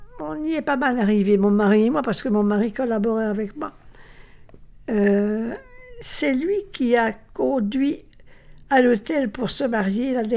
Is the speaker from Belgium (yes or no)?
yes; Charleroi, Wallonia, Belgium; Non, je suis née à Charleroi et j'y étais. Je vivais à Charleroi.